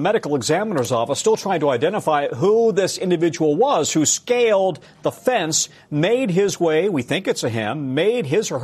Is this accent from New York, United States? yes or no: no; Denver, Colorado, United States; I'm from Denver.